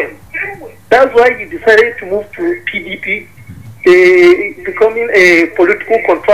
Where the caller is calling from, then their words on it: Borno, Nigeria; I'm from Borno State.